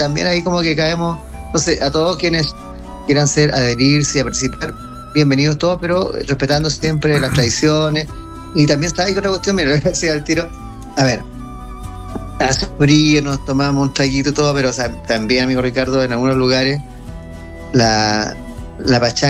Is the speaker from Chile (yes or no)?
yes; Tarapacá, Chile; así sigue la fiesta acá en nuestro Tarapacá